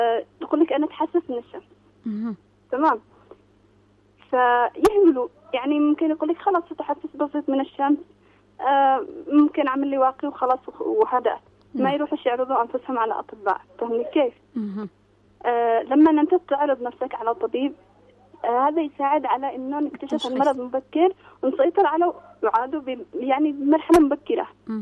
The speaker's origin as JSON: {"language": "Arabic", "country": "Yemen", "said": "عندنا في اليمن"}